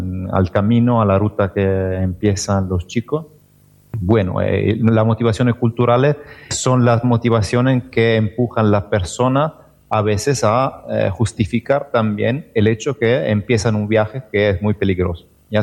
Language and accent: Spanish; Italy; Spanish is a second language; now in Tenerife, Spain; Yo soy italiano, no uso mi idioma en la investigación. Entonces, siempre soy extranjero, la verdad, en lo que hago.